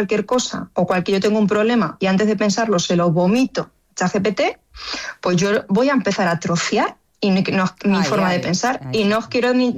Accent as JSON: {"language": "Spanish", "town": "Villarrobledo", "region": "Castilla-La Mancha", "country": "Spain", "said": "porque yo soy de Villarrobledo, anda, así que aunque anda, ahora vivo ahora vivo en Chinchilla de Montaragón, pero soy de Villarrobledo."}